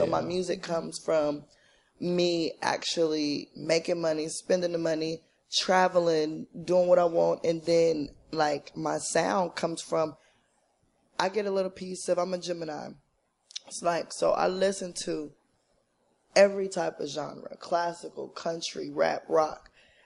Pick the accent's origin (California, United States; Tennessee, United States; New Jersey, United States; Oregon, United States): California, United States; Vallejo; And so my style really comes from me being from the Bay Area. I'm from Vallejo, California.